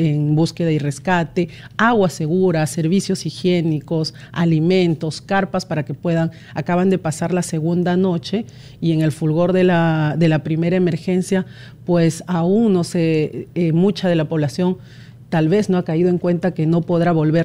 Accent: Peru; De hecho, nosotros como peruanos tampoco tenemos un consultado por las relaciones diplomáticas cortadas

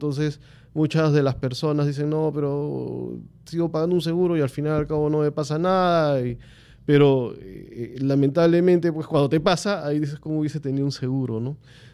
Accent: Peru; nosotros como peruanos

